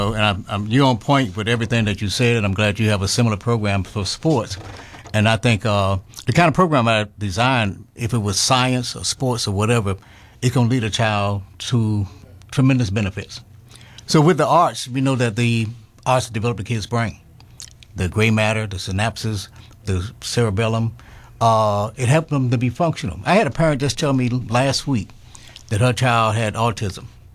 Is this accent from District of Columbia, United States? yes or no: no; Miami, Florida, United States; also born or lived in Miramar; I'm a native of Miami. I was born in an area called Overtown. I was raised in Liberty City. I raised my kids in Miami Gardens and now live in Miramar.